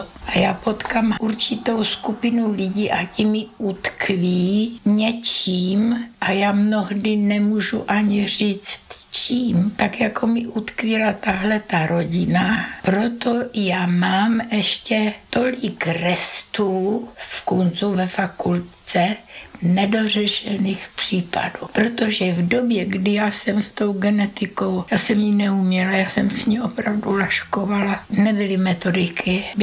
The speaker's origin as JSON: {"language": "Czech", "town": "Kozlovice", "region": "Moravian-Silesian Region", "country": "Czechia", "tie": "born there", "also_born_or_lived": "Nová Bystrica, Slovakia"}